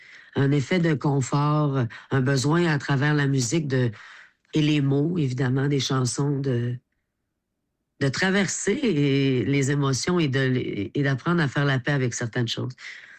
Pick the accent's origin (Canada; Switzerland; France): Canada; Saguenay, Quebec; Moi, je viens du Saguenay.